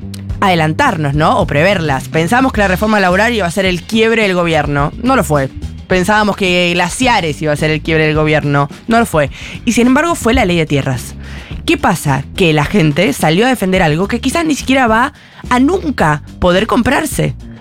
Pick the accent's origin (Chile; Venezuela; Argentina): Argentina